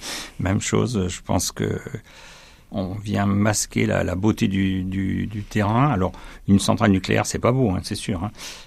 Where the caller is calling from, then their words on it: Nouvelle-Aquitaine, France; j'habite à Pézé-le-Sec, un petit village, pas loin de Chauvigny.